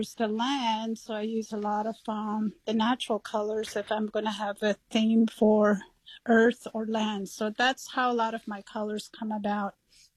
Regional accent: Navajo Nation, United States; I was raised on Navajo land

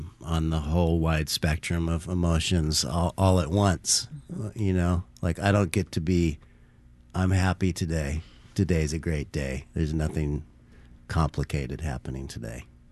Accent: California, United States; It's the I'm from California, and the landscape first of all, felt familiar and a little bit nostalgic because I spent so much time in Northern California.

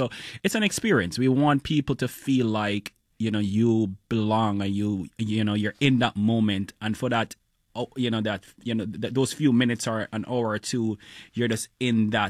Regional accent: Jamaica; growing up in Jamaica, we didn't have a lot, you know, back then.

